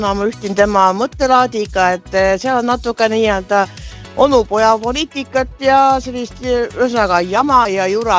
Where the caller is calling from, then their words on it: Saare County, Estonia; ja Saaremalt.